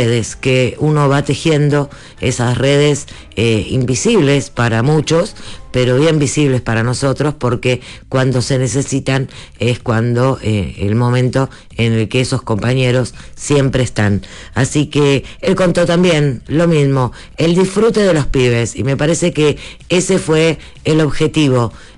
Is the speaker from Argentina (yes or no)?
yes; Buenos Aires, Argentina; yo que soy de Barracas